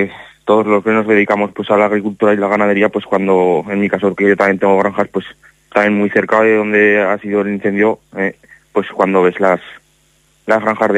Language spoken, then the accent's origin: Spanish; Aragon, Spain; en Salaba, que es mi pueblo, pues también todos que tenemos algún piso o alguna casa